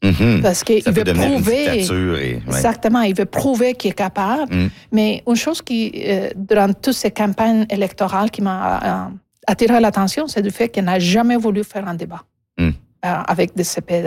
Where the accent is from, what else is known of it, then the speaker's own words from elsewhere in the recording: Canada; mais en tant que Canadienne aussi